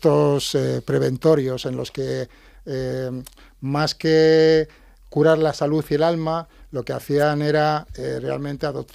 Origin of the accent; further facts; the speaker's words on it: Madrid, Community of Madrid, Spain; born there; Yo no soy gallego, yo nací en Madrid, pero mi padre era profesor